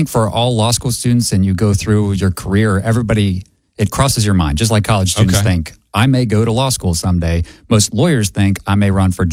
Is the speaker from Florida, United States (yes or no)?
no; Centerville, Ohio, United States; Born and raised in Centerville. So I grew up, went to high school at Centerville, went to Miami University.